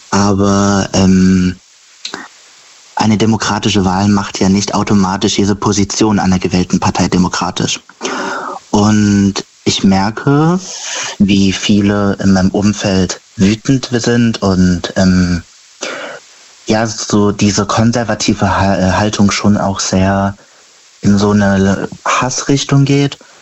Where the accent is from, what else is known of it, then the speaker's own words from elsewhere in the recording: Kaiserslautern, Rhineland-Palatinate, Germany; Ich komme aus der Pfalz, Kaiserslautern.